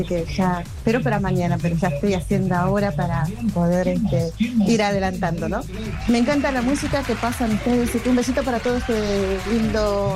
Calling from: Buenos Aires, Argentina; de Boedo.

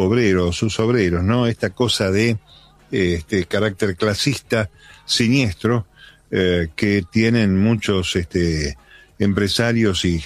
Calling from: Florencio Varela, Buenos Aires Province, Argentina; de Florencio Varela.

